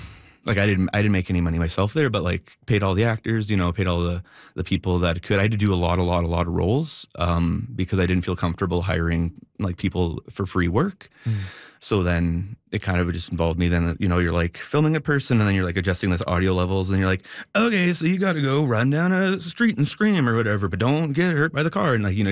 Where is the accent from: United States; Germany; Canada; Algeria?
Canada; Sudbury, Ontario; growing up in Sudbury